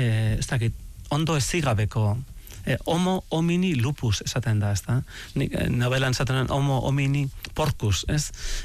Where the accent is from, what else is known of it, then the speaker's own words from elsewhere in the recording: Ordizia, Basque Country, Spain; born there; Ordizian jaio nintzen